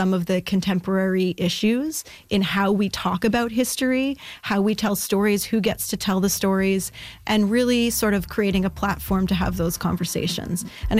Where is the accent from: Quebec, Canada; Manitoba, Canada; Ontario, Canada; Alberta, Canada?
Ontario, Canada; Ottawa; I'm actually from Ottawa originally